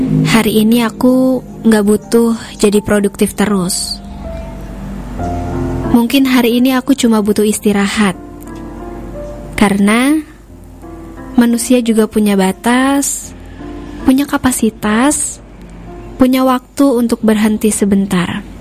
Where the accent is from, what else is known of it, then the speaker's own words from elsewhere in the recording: Surabaya, East Java, Indonesia; moved away; inget banget ya masa-masa kecil pas di Surabaya, ketika kita main, pulang sekolah, main pas sore hari mau ngaji.